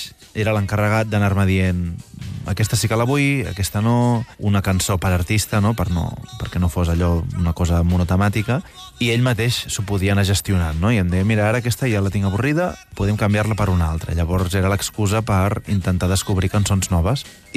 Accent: Vilanova i la Geltrú, Catalonia, Spain

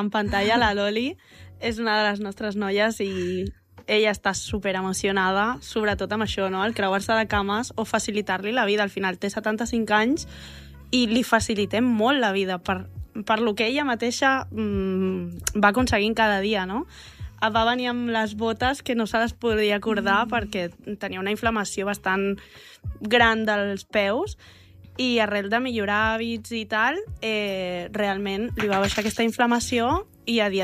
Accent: Figueres, Catalonia, Spain; now in Rubí, Spain; Jo sóc de Figueres, em vaig traslladar aquí, vaig tenir a la meva filla aquí

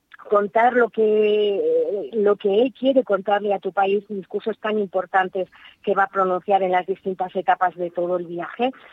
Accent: Madrid, Community of Madrid, Spain; yo soy madrileña, o sea, soy madrileña y por eso todo voy a pasar por Madrid

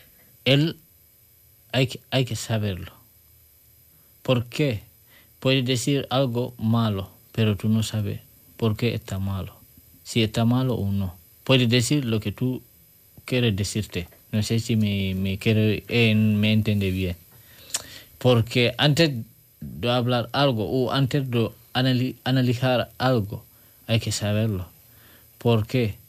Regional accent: Senegal; Spanish is a second language; now in Spain; Porque yo vengo de Senegal. Ahora estoy en España. Pero para mí, yo me siento aquí como mi país.

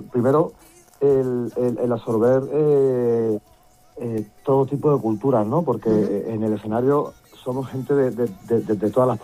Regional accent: Spain; si no fuese por mi tierra, por España, no sería nadie.

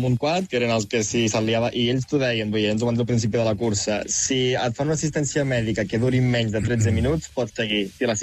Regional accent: Pira, Catalonia, Spain; a la piscina de Pira, del meu poble

